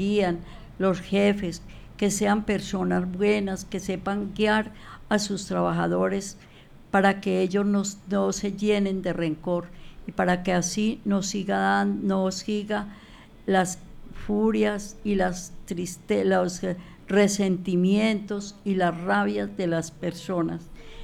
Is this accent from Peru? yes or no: no; Colombia